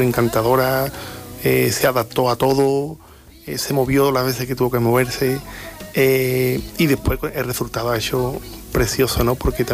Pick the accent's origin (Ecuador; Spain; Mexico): Spain; Marchena, Andalusia; born there